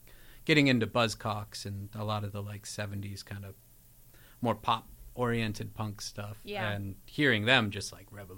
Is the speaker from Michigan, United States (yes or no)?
no; Oregon, United States; Growing up, I grew up in Southern Oregon.